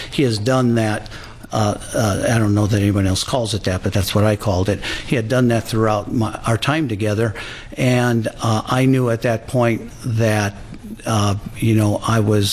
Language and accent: English; Hammond, Indiana, United States; born there; moved away